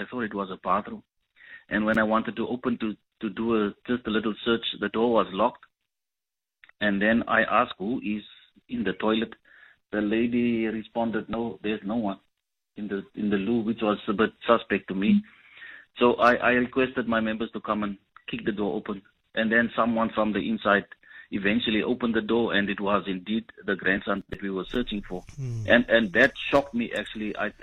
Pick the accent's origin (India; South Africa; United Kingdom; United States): South Africa; we, as the South African citizens, we pay taxes every month.